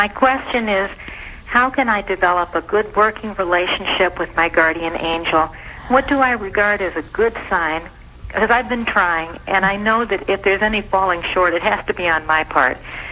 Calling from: Buffalo, New York, United States; From Buffalo, New York

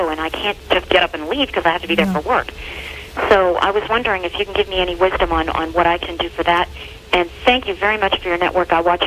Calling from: Gibbonville, Ohio, United States; Gibbonville, Ohio.

